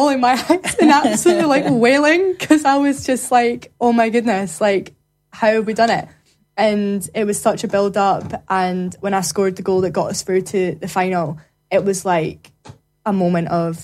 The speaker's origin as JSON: {"language": "English", "region": "Scotland", "country": "United Kingdom", "said": "I'm from Scotland."}